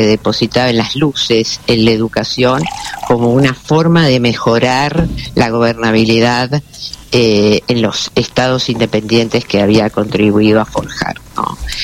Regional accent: Argentina; en nuestro recuerdo como, diríamos, como argentinos y argentinas.

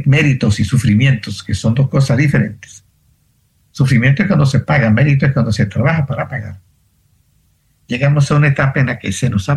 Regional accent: Colombia; born there; Estaba caído cuando nací en Colombia.

